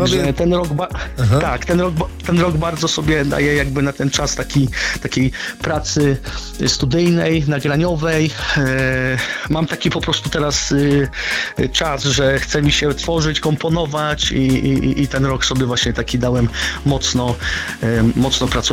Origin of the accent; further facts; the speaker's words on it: Subcarpathian Voivodeship, Poland; ja jestem prosty chłopak z Podkarpacia